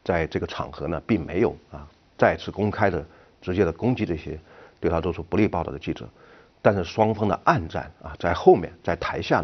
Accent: China; 就像我们中国人讲啊，宴无好宴啊

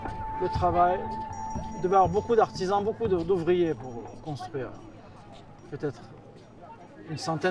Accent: Toulouse, Occitanie, France; à Toulouse, ma ville natale

